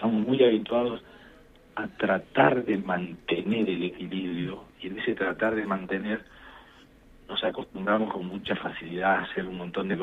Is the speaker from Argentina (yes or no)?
yes; Paraná, Entre Ríos, Argentina; moved away; yo me fui a mi casa de Paraná, donde yo nací